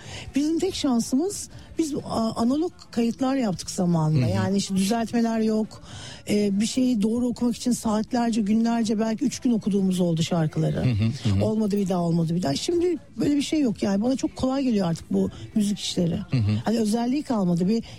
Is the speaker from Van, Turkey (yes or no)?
no; Istanbul, Turkey; Benim çocukluğum Yeşilçam sokağında geçti.